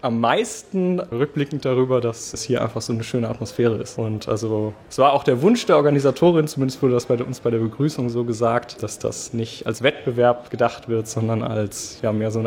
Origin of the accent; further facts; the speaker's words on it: Frankfurt, Hesse, Germany; Ich komme aus Frankfurt und studiere an der Hochschule für Musik und Darstellende Kunst in Frankfurt.